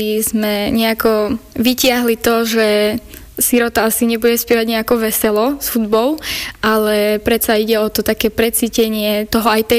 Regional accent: Lipovce, Prešov Region, Slovakia; Pochádzam z obce Lipovce.

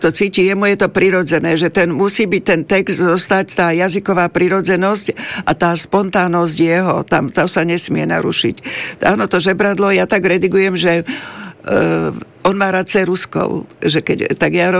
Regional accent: Blatnica, Žilina Region, Slovakia; A to som bola rada aj preto, že Maša Halamová pochádza z Blatnice, z mojej rodnej obce

